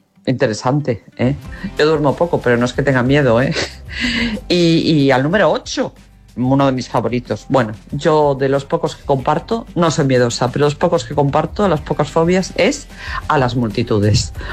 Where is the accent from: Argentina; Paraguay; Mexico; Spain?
Spain; Cantabria; now in Seville, Spain; Soy cántabra en Sevilla.